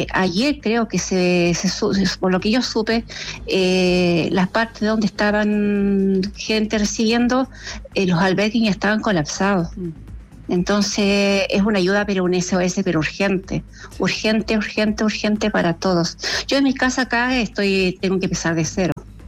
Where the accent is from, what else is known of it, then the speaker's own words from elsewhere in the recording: Calama, Antofagasta, Chile; moved away as an adult; now in Tocopilla, Chile; yo soy de Calama, y nos vinimos acá a Tocopilla hace 7 años con mi esposo.